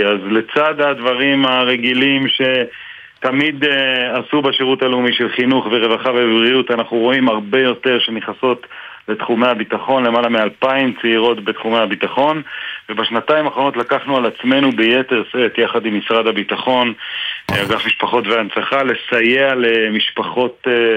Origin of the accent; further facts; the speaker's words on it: Beit El, West Bank, Palestine; אבל אני בן בית אל בילדותי, ואחד מילדי בית אל